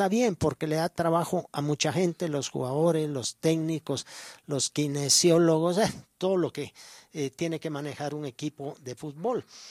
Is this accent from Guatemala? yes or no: yes; Guatemala; nosotros como chapines